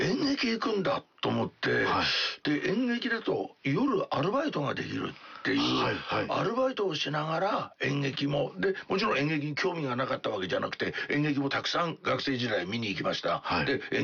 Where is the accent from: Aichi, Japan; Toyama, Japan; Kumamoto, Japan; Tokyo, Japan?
Toyama, Japan; moved away as an adult